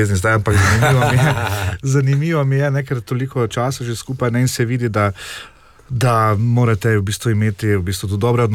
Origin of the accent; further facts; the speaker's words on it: Styria, Slovenia; kot rečemo Štajerci